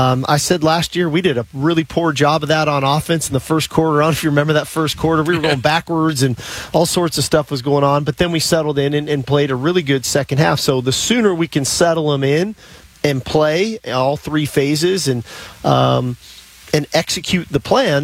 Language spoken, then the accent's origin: English; California, United States; growing up in California, you know, 9 a.m. was when you woke up